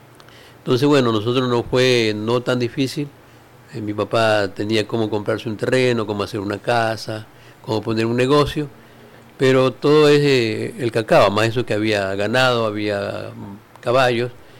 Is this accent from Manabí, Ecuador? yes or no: yes; Chone, Manabí, Ecuador; born there; now in Manta, Ecuador; Nuestros padres fueron agricultores, nací en la ciudad de Chone, pero mis padres tenían finca y allí estaba el cacao.